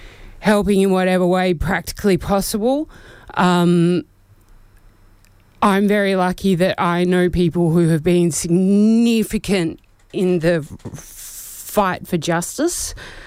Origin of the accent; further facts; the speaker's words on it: New South Wales, Australia; now in Brisbane, Australia; I grew up in Yuin country, which is far south coast, New South Wales. I've been lucky enough to grow up with no real divide.